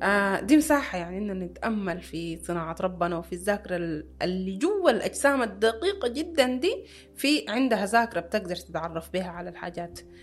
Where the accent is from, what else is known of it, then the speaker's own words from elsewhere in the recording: Sudan; بتهمنا نحن كمجتمع سوداني